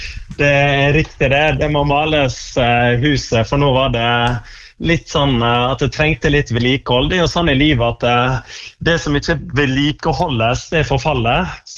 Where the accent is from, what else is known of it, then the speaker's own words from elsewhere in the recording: Valderøya, Møre og Romsdal, Norway; Jeg vokste opp på Valderøya, ja, der var det bedehus og kirka